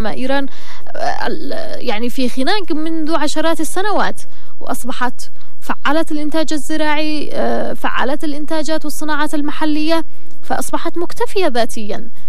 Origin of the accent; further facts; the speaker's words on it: Yemen; احنا كشعب يمني